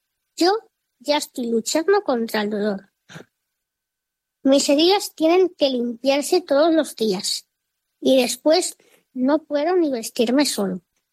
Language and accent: Spanish; Seville, Andalusia, Spain; tengo 12 años, soy de Sevilla, en España